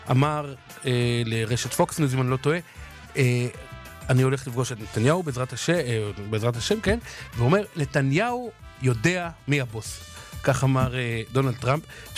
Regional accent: Jerusalem, Jerusalem District, Israel; אני ירושלמי, כן.

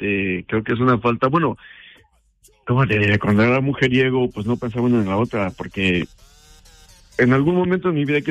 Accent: Mexico; ella pensaba que yo soy de Brasil o de algún lado por allá, nunca pensé que fuera mexicano.

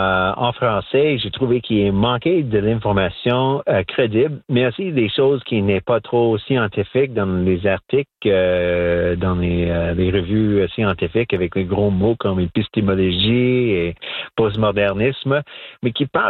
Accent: Saskatchewan, Canada; French is a second language; il faut pas oublier que je viens de Saskatchewan, d'une Première Nation, et très peu de Français là-bas dans les plaines, plus à Winnipeg, mais moins en Saskatchewan.

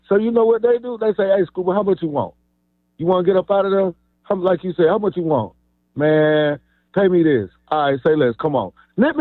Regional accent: Atlanta, Georgia, United States; Like, I'm from Atlanta, and I love my Braves.

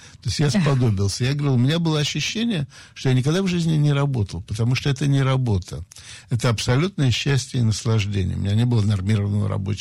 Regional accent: Saint Petersburg, Russia; Слушайте, я мальчик питерский, занимался карате, прошел русскую армию советскую, вообще командиром танка был

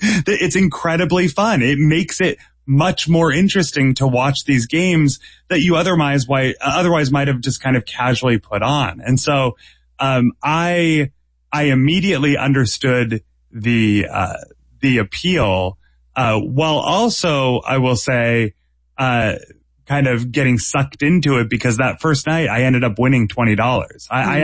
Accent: Massachusetts, United States; born or raised there

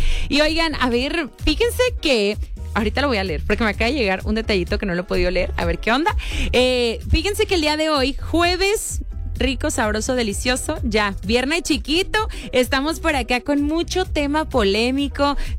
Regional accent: Mexico; uno como mexicano llega a otro país

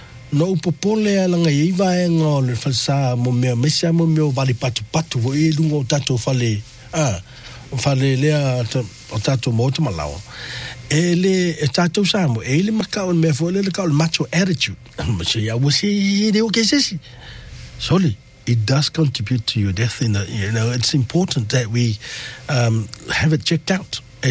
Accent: New Zealand; it's in our DNA as a Kiwi

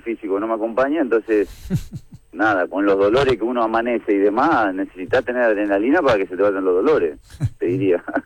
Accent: Argentina; los argentinos en general, me parece que nos bancamos entre todos un poco, y así es el argentino.

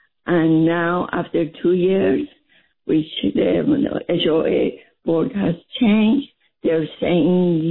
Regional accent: Turkey; now in United States; Yes, Turkey.

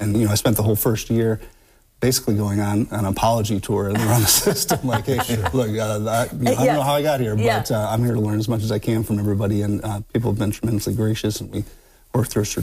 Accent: Ohio, United States; also born or lived in Brooklyn; I'm an Ohio native. I grew up in Northeast Ohio. I did undergraduate and grad school at BGSU, and then came back in 2015 as the deputy director.

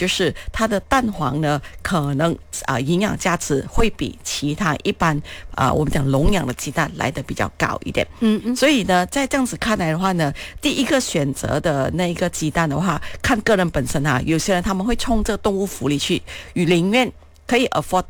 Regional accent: Malaysia; 我们马来西亚人

